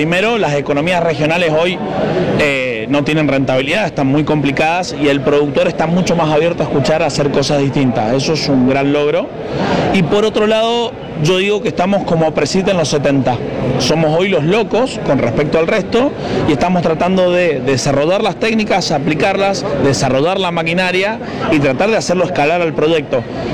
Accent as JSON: {"language": "Spanish", "region": "Mendoza", "country": "Argentina", "also_born_or_lived": "Villa Mercedes, San Luis", "accent": "Mendoza tonada", "said": "soy de Mendoza, la tonada Acusa. Agrónomo recibido en Villa Mercedes San Luis, en Pampa Húmeda, en el año 2010, y volví a trabajar a Mendoza en el 17"}